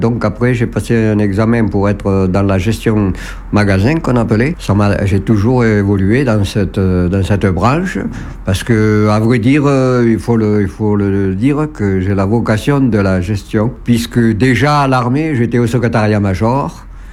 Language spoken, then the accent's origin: French; Villeneuve-sur-Lot, Nouvelle-Aquitaine, France; moved away as an adult; also born or lived in Paris / Brive-la-Gaillarde; je suis originaire de Villeneuve-sur-Lot.